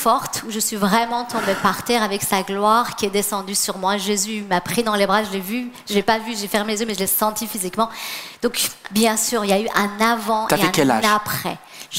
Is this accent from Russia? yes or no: no; Iran; moved away; moi, je suis iranienne, d'où mon prénom d'ailleurs. Et donc j'ai connu cette période en Iran de la guerre, de la disette, des bombardements